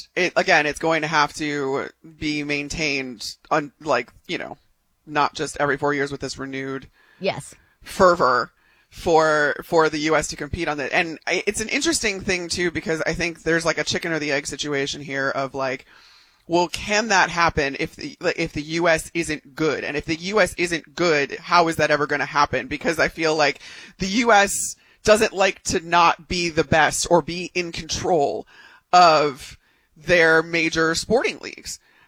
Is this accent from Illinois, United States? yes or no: yes; Illinois, United States; I grew up in outside Chicago, where hockey was a huge sport that everybody in my neighborhood played.